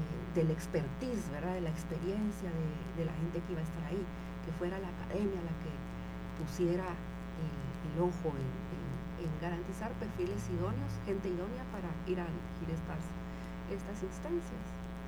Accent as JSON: {"language": "Spanish", "country": "Guatemala", "said": "nosotras como guatemaltecas no vamos y votamos"}